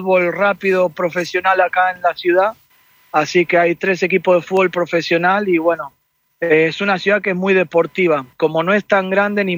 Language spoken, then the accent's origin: Spanish; Buenos Aires, Argentina; Yo me crié en Floresta, y ahí en Floresta y Villa Santa Rita.